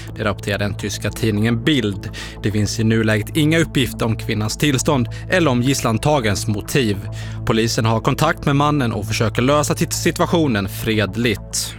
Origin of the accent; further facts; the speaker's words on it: Halland County, Sweden; Jag är ju från Halland.